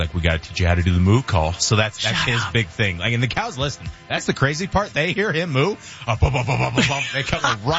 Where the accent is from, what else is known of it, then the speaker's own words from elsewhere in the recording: Colorado, United States; As a former rancher growing up in Southern Colorado